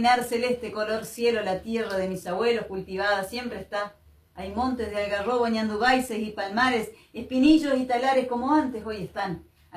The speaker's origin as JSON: {"language": "Spanish", "region": "Entre Ríos", "country": "Argentina", "said": "nuestra provincia de Entre Ríos"}